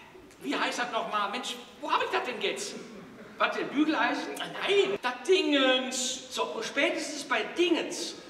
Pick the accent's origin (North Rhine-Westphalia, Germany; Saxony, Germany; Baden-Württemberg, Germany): North Rhine-Westphalia, Germany; Bonn; Ja, vor allem in Bonn, in meiner Heimatstadt Bonn, steckt momentan extrem fest, weil die Nordbrücke nicht mehr da ist.